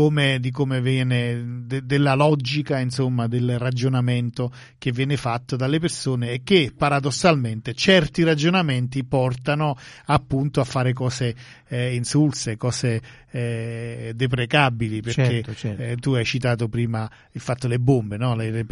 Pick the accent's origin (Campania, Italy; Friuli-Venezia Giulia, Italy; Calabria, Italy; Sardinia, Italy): Campania, Italy; San Giorgio La Molara; born there; moved away; al mio paese, a San Giorgio la Molara